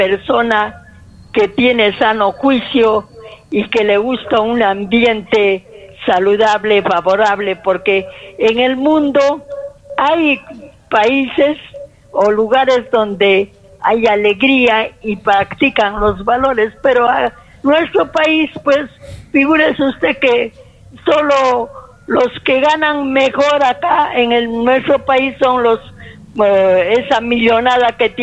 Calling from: Peru; como peruana

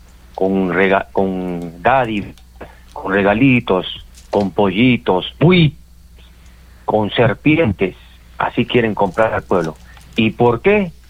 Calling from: Peru; para mí como peruano

